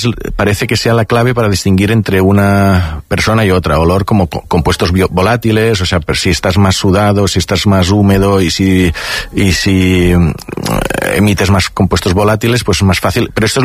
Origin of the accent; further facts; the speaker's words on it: Catalonia, Spain; Pues algunas cosas, mira que soy del Delta del Ebre, hay mosquitos, sí.